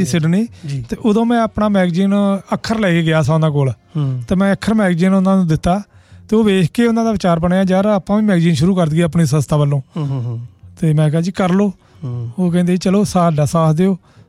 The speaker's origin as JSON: {"language": "Punjabi", "region": "Punjab", "country": "India", "said": "ਮੈਂ ਕਿਹਾ ਜੀ ਮੈਂ ਪੰਜਾਬ ਤੋਂ ਤਾਂ ਆਇਆ ਵਾਂ ਅਤੇ ਪੰਜਾਬ ਨਾਲ ਇਹਦੀ ਤੁਲਨਾ ਕਰਦਾ"}